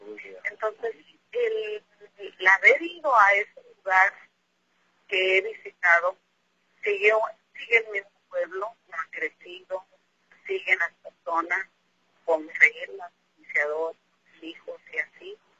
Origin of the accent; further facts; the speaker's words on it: Santa María del Medio, Jalisco, Mexico; born there; en el lugar donde nacimos en Jalisco. Se llama la parte donde nací, fue Santa María del Medio, Jalisco